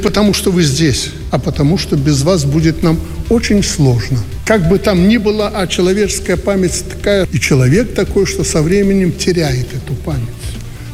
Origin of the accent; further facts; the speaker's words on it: Belarus; Мы, белорусы, будем жить, любить и стремиться к новым трудовым свершениям.